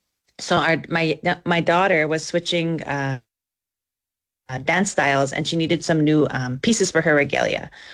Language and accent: English; Grand Rapids, Manitoba, Canada; now in Winnipeg, Canada; I'm from Misapaistik Cree Nation in Grand Rapids, Manitoba.